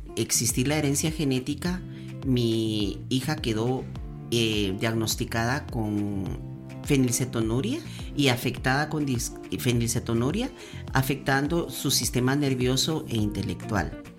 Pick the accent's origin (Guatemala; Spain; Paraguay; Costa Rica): Guatemala